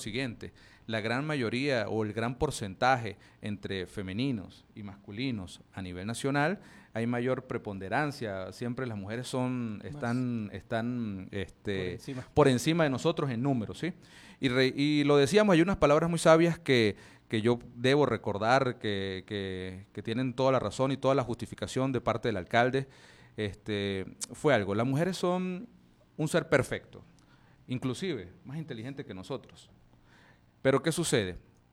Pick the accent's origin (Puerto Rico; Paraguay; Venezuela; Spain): Venezuela